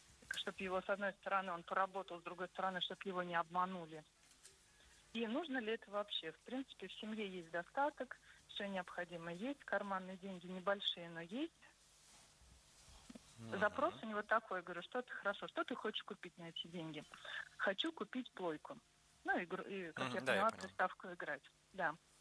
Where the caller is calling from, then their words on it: Moscow, Russia; из Москвы.